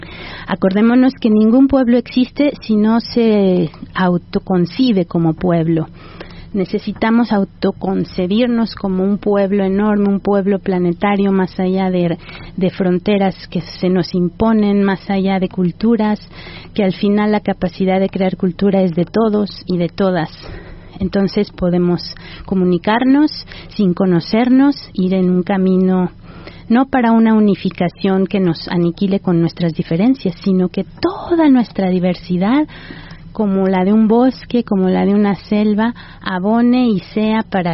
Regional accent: Mexico; ni en México como mexicanos

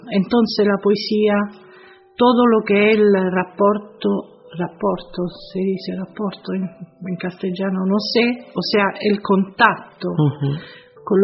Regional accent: Rome, Lazio, Italy; Spanish is a second language; moved away; soy de Roma, soy de Italia.

